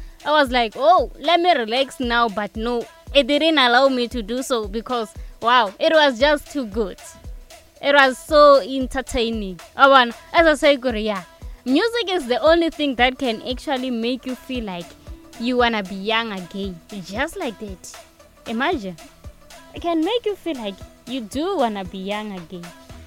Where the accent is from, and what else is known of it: South Africa